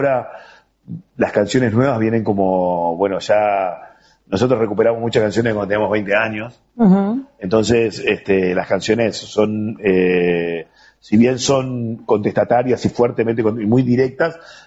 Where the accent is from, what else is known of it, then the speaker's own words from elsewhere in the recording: Montevideo, Uruguay; Nosotros somos de Millán y Lecó, con Leo, que es el otro integrante, junto con Juan Carlos, que es del Cerro. Somos del oeste de Montevideo